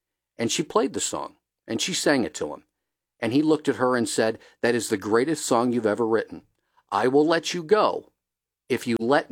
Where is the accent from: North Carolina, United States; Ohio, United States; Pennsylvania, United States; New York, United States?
Ohio, United States; You know, I have one thing in common with Jed York. We're both from Ohio, and that's where it starts and stops.